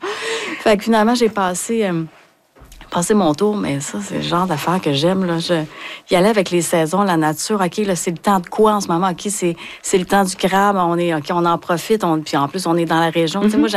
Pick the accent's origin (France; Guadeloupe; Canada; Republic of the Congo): Canada; Hauterive, Quebec; je suis de Haute-Rive, moi.